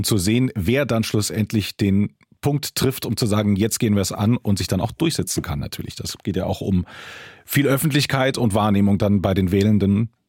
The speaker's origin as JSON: {"language": "German", "country": "Germany", "said": "wir als Deutsche"}